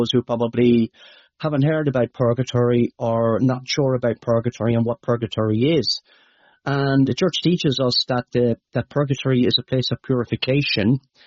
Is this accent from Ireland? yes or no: yes; Leinster, Ireland